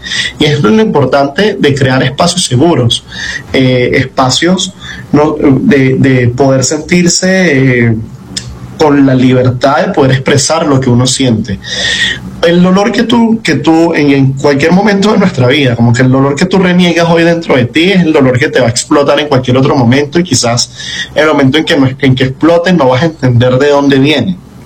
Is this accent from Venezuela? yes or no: yes; Venezuela; seguíamos vivos también como venezolanos.